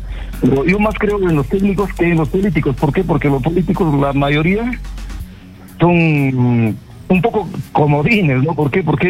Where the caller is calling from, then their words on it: Cajamarca, Peru; Cuervo, Cajamarca